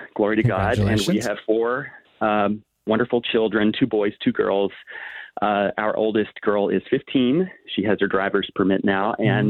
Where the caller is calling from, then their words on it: Duluth, Minnesota, United States; I am calling from not-so-sunny Duluth, Minnesota.